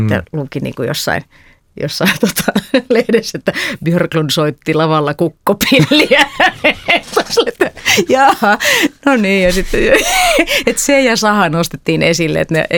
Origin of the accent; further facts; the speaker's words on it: France; siihen liittyy tietenkin se, että mä olen lapsuuteni viettänyt Ranskassa